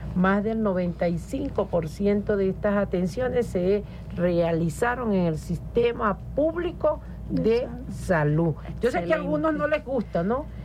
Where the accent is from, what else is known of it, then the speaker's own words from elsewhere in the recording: Venezuela; Nosotros somos venezolanos, somos venezolanas